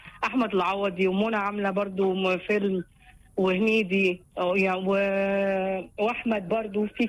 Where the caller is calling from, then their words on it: Cairo, Cairo Governorate, Egypt; انا بكلمك من مصر الجديده.